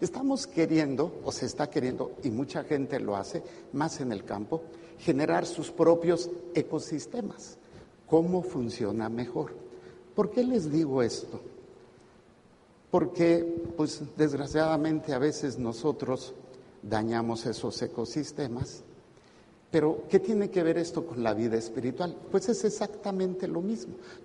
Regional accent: Mexico City, Mexico; Yo soy chilango, sí, es un defecto, dicen

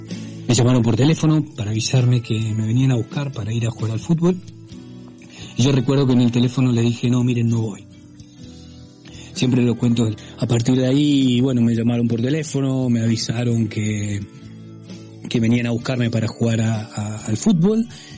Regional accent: Argentina; soy argentino.

